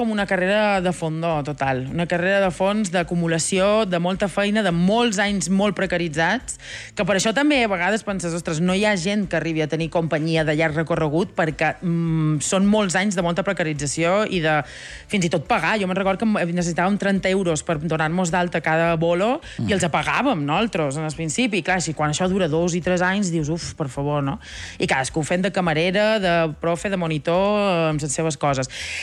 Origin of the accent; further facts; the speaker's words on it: Balearic Islands, Spain; Soc de Mallorca, sí.